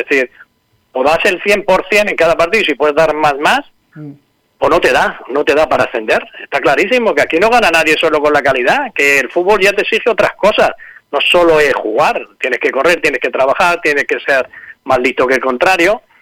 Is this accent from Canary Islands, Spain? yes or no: no; Terrassa, Catalonia, Spain; yo soy de Tarrasa, soy a 6 kilómetros de Sabadell.